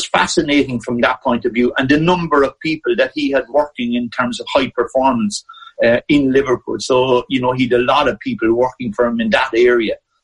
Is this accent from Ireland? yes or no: yes; Wexford, Leinster, Ireland; moved away; where I was originally from Wexford, so we had the BBC over there.